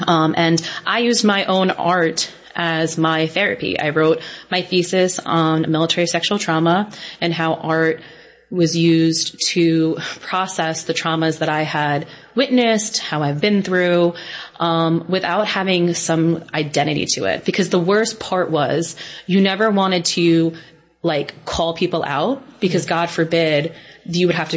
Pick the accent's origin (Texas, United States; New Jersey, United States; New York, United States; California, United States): New York, United States; being a New Yorker